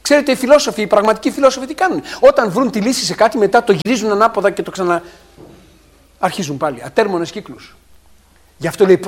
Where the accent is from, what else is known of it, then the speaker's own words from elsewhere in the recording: Greece; Επειδή διαλέξαμε σαν έθνος να λατρεύουμε την κτήση μάλλον παρά τον κτήσατα.